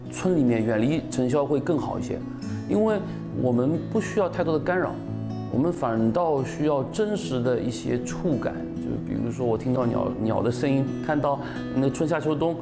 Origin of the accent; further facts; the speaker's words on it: Shanghai, China; 我就是青浦人呀，我之前是在市区里面上班，我是做金融的，我觉得哎村里面挺好，然后也方便自己做文化做音乐，所以就回到了村里面，把工作给辞了。